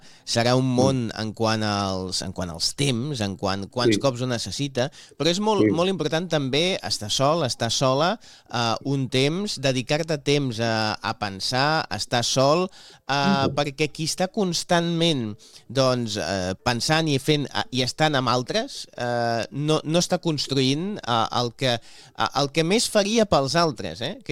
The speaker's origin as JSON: {"language": "Catalan", "town": "Barcelona", "region": "Catalonia", "country": "Spain", "said": "Jo que sóc de Sants veig passar molts trens, no?"}